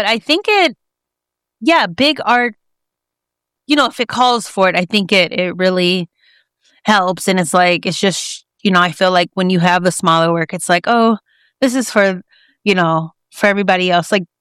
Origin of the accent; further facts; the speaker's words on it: Texas, United States; My family, I'm from Texas, and my family had a farm in Central Texas.